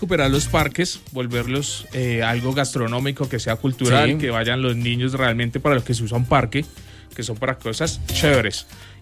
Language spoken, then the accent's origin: Spanish; Duitama, Boyacá, Colombia; soy de acá de Duitama.